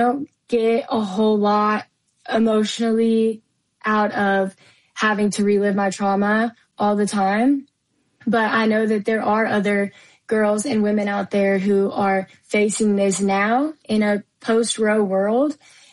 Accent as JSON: {"language": "English", "town": "Owensboro", "region": "Kentucky", "country": "United States", "tie": "born or raised there", "said": "Yes, so born and raised in Kentucky, and, you know, growing up, childhood was good."}